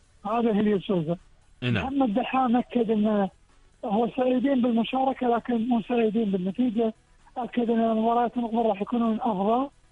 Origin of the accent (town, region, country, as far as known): Kuwait